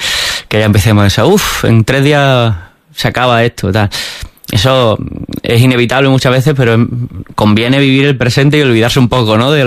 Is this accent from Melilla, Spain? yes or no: yes; Melilla, Spain; Bueno, pues yo que soy de Melilla y he vuelto, volver a Melilla, ¿no? Ver la calidad de vida que tengo.